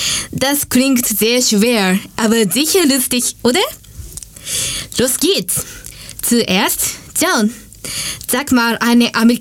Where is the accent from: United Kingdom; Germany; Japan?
Japan; German is a second language; Liebe Hörer und Führerin, hallo … Ich komme aus Japan.